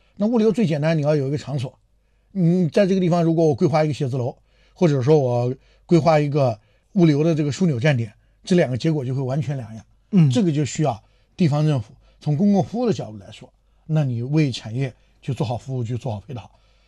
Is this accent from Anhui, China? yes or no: yes; Anhui, China; 我是安徽人嘛